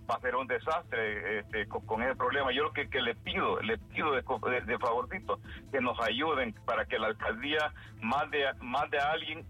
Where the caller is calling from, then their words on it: Tegucigalpa, Francisco Morazán, Honduras; yo vivo en la Flor del Campo.